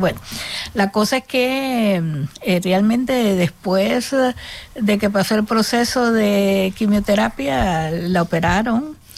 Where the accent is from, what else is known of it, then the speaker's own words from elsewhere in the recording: Honduras; now in United States; Claro, tenía muchas reacciones y entonces yo me fui de Honduras con hojas de guayaba.